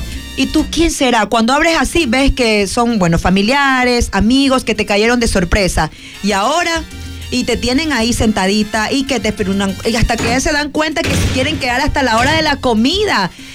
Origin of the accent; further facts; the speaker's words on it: Ecuador; Así somos los ecuatorianos.